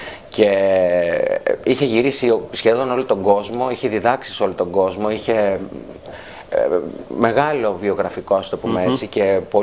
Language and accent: Greek; Thymiana, North Aegean, Greece; moved away as an adult; also born or lived in Thessaloniki / Leicester, England; Λοιπόν, γεννήθηκα στη Χίο 20 Απριλίου του 1978 και μεγάλωσα στο χωριό των Θημιανών, όπου πήγα σχολείο στο δημοτικό σχολείο των Θημιανών και από εκεί στο γυμνάσιο και το λύκειο του κάμπου.